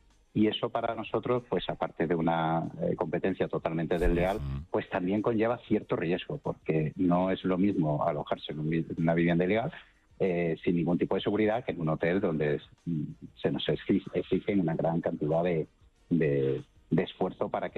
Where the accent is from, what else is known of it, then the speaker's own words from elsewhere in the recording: Seville, Andalusia, Spain; moved away as an adult; now in Valladolid, Spain; soy vallisoletano de adopción, porque mi ciudad de origen es Sevilla, es Andalucía. Llevo 9 años aquí viviendo en Valladolid.